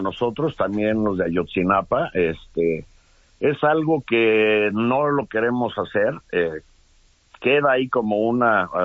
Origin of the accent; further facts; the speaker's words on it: Mexico; Y nosotros estamos ya hoy viendo por el orgullo nacional, el orgullo como mexicanos